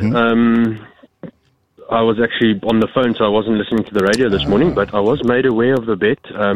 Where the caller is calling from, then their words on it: Centurion, Gauteng, South Africa; I'm listening from Centurion.